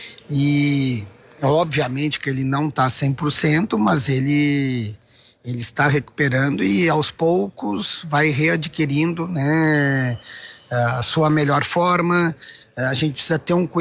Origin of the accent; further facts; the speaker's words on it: Rio Grande do Sul, Brazil; Nós aqui que somos gaúchos